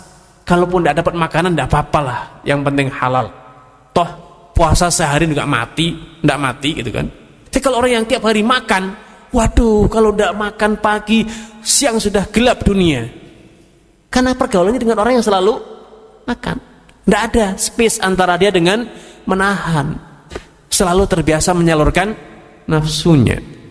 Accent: Salatiga, Central Java, Indonesia; Saya pernah di kota saya sendiri, di Salatiga sana

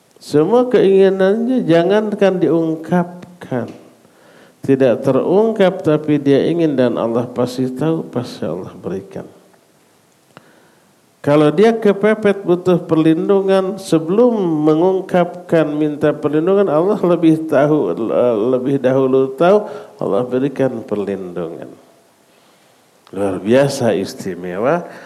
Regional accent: Sunda, Indonesia; sebagai orang Sunda saya enggak bisa tuh ngomong sejam tanpa diselipkan istilah-istilah Sunda.

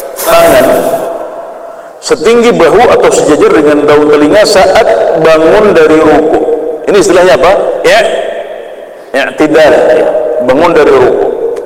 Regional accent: Klaten, Central Java, Indonesia; moved away; kalau saya karena di Jawa Tengah, kalau daerah saya di Klaten dulu

